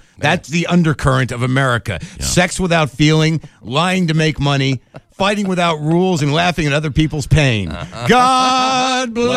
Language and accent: English; Albuquerque, New Mexico, United States; also born or lived in Boston; No, I grew up primarily in Albuquerque, New Mexico, actually.